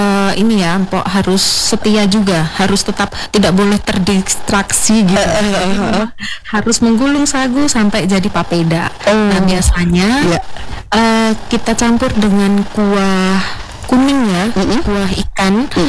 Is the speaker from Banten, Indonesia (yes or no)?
no; Central Java, Indonesia; now in Manokwari, Indonesia; Saya malah dari Jawa Tengah.